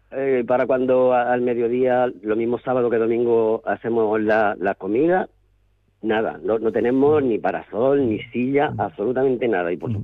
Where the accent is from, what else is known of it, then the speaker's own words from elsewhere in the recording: Puente Genil, Andalusia, Spain; yo soy de Puente Genil, Córdoba